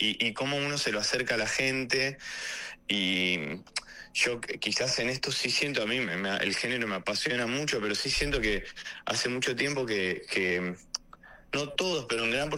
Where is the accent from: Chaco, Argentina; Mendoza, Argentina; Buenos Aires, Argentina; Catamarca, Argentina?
Buenos Aires, Argentina; Yo nací y crecí en Boedo, que es un barrio muy muy tanguero